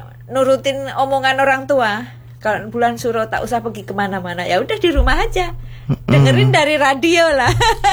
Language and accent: Indonesian; Pacitan, East Java, Indonesia; born there; di kota tempat saya tuh rame